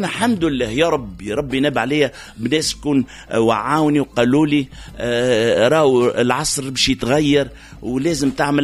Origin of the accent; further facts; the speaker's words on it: Tunis, Tunis Governorate, Tunisia; تربيت كل عشنا في بلاجون دارك في كمال التاتيوخ، سكنت كمال التاتيوخ، قريت رود ليلين في البريمير ومن بعد باب الخضره في السكوندير